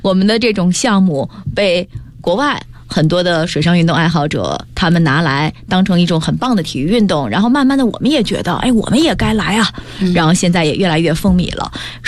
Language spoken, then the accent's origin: Chinese; China